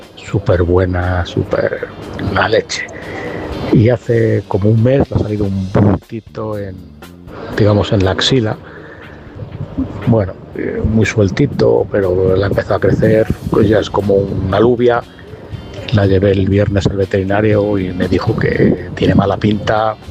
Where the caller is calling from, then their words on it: Segovia, Castile and León, Spain; Buenas tardes, chicos de Comatur y el Gato. … de Segovia.